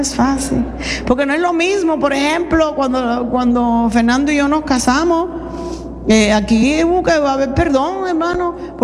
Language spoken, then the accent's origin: Spanish; Cuba; Yo soy cubana, mi familia era atea, no conocí al Señor, crecí como atea. Después fui santera, espiritista.